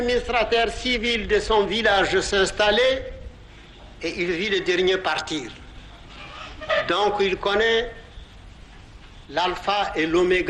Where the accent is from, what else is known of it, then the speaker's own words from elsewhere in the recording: Kati, Koulikoro, Mali; born there; also born or lived in Bamako; quand je faisais l'école, mes parents habitaient à Kati, à 12 km de Bamako. L'école régionale se trouvait à Bamako et je faisais 24 km par jour pour aller à l'école. J'ai quitté de chez moi à Kati